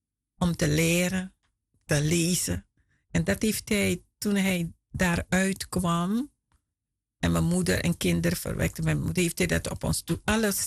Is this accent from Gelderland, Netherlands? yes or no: yes; Puiflijk, Gelderland, Netherlands; Ik kom ook uit Puflijk, ja.